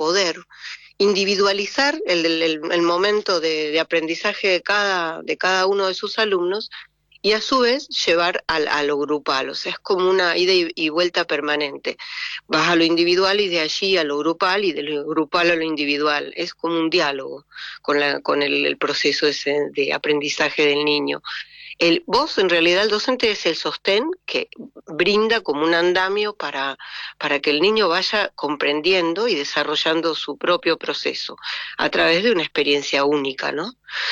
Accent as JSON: {"language": "Spanish", "town": "Bariloche", "region": "Río Negro", "country": "Argentina", "tie": "born there", "said": "Yo soy nacida, toda mi familia es de la provincia de Río Negro. Sí, he tenido abuelos en Viedma, pero nací en Bariloche y me desarrollé como docente en lo que le llamamos la línea sur rionegrina"}